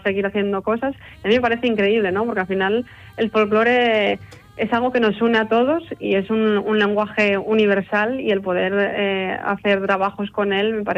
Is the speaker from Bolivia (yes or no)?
no; Asturias, Spain; yo soy asturiana de la cuenca minera, ¿no? Que es una tierra muy muy reivindicativa